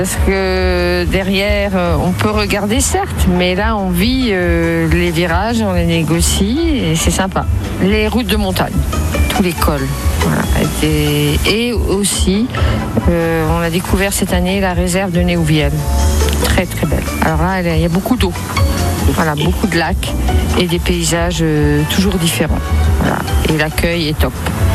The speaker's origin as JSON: {"language": "French", "region": "Pays de la Loire", "country": "France", "said": "Je viens de la Sarthe."}